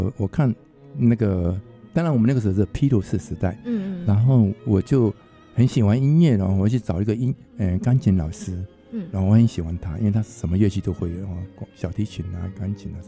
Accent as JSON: {"language": "Chinese", "country": "Myanmar", "tie": "born or raised there", "moved": "as an adult", "lives_now": "Taiwan", "said": "我来台湾。那台湾之前的话，我在缅甸出生长大，然后我在缅甸大学毕业，然后OK， 我就是缅甸的华侨嘛。"}